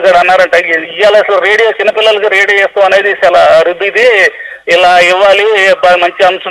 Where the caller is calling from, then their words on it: Machilipatnam, Andhra Pradesh, India; Sir నేను కృష్ణా జిల్లా మచిలీపట్నం నుంచి మాట్లాడుతున్నాను.